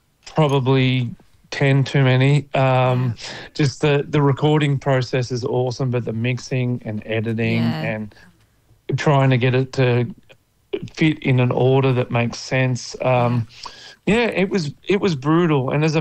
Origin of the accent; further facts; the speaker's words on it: Newcastle, New South Wales, Australia; anyone who's listening from my hometown knows this. My family helped start the Knights and get them into the ARL back in 1988. So I'm a huge, tragic Newcastle Knights fan.